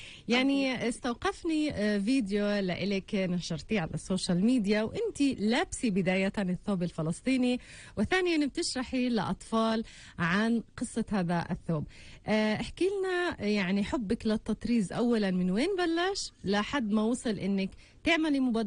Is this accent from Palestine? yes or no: yes; Palestine; وثوبنا الفلسطيني